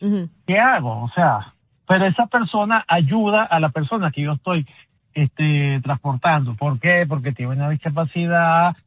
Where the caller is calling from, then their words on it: Austin, Texas, United States; yo soy conductor de Uber aquí en la ciudad de Austin, Texas.